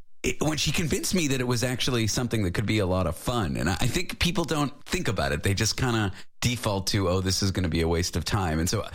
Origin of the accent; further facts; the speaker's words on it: Canada; now in United States; I just got U.S. citizenship. I'm a Canadian, and I'm going to register to vote soon.